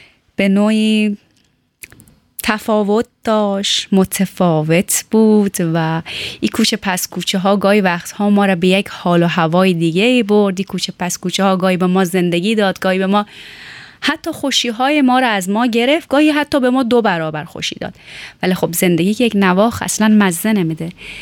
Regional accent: Tehran, Tehran Province, Iran; چون همیشه گفتم متولد ایران هستم، خود در کوچه پس کوچه های تهران میدیدم و سرگرم بازی و شیطنت و راه مدرسه، دوست دوران مدرسه،

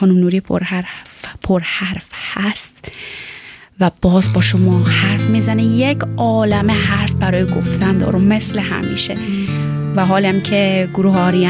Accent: Tehran, Tehran Province, Iran; born or raised there

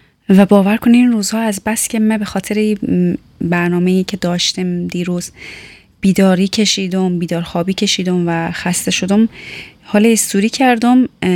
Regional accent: Tehran, Tehran Province, Iran; born or raised there

